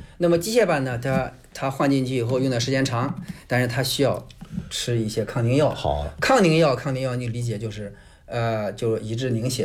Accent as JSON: {"language": "Chinese", "country": "China", "said": "我们中国人"}